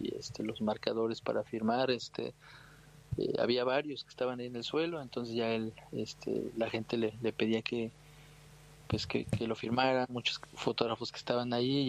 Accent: Mexico; Ah, pues mira, obviamente, pues como mexicano quiero que siempre le vaya bien a México, ¿verdad?

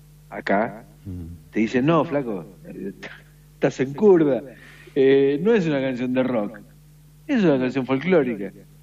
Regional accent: Argentina

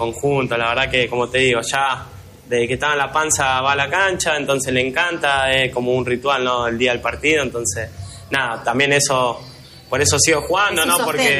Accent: Quilmes, Buenos Aires Province, Argentina; born there

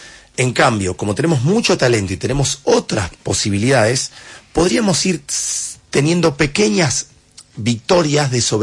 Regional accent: Neuquén, Argentina; Yo soy neuquino

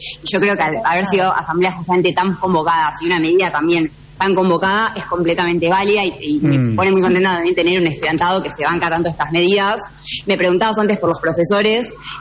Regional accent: Argentina; como argentinos que creemos que realmente la educación pública gratuita de calidad no se puede negociar

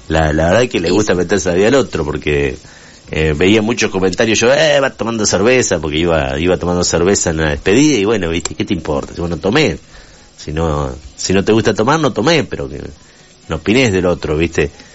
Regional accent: Argentina; somos todos argentinos con variados gustos

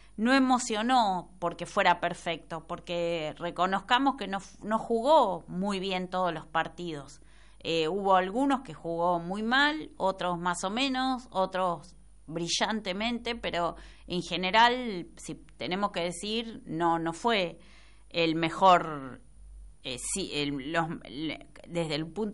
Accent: Argentina; este orgullo de sentirnos argentinos

